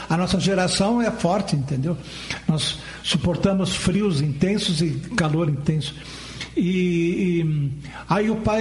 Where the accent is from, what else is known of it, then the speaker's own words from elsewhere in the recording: Rio Grande do Sul, Brazil; first language Portuguese; also born or lived in Carazinho; tive que aprender inglês porque estava no currículo. E como todo gaúcho, eu sou metido a falar espanhol